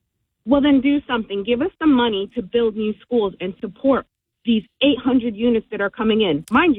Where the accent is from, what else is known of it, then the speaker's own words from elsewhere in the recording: New Jersey, United States; I grew up here, born and raised in Jersey, and I will not retire in New Jersey.